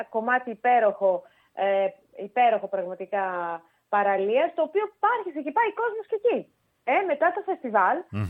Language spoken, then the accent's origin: Greek; Fanari, Eastern Macedonia and Thrace, Greece